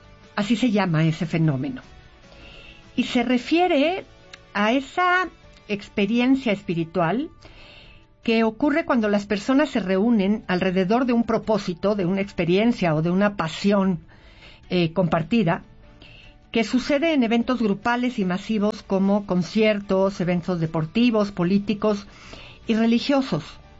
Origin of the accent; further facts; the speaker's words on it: Mexico; todas las porras que nos llegan a unir como mexicanos.